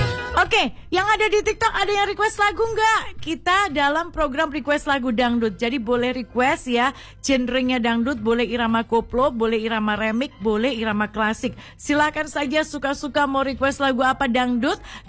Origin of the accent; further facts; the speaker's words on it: Java, Indonesia; aku wong Jawa, F jadi P.